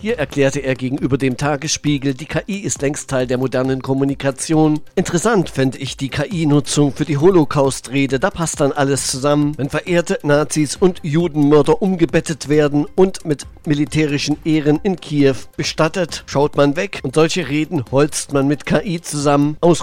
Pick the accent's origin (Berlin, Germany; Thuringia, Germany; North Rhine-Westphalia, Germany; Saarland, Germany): Thuringia, Germany; Ich komme ja aus Thüringen.